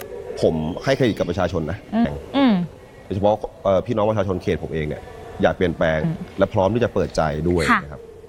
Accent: Suphan Buri, Thailand; โดยกำเนิดครับใช่ใช

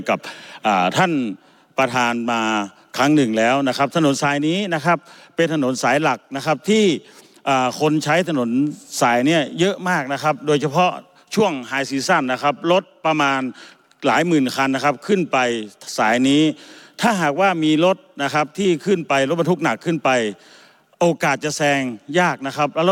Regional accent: Northern Thailand, Thailand; accent: Northern Thai (Kham Mueang), his home dialect; ผมก็ขออนุญาตใช้ภาษาบ้านผม

